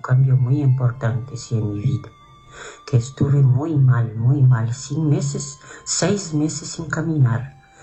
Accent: Buena Unión, Rivera, Uruguay; Soy de campaña, de Buena Unión.

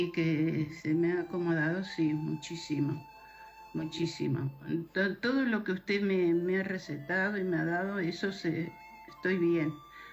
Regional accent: Fray Bentos, Río Negro, Uruguay; born there; Sí, de acá, Fray Bento. Nacíamos, soy de acá

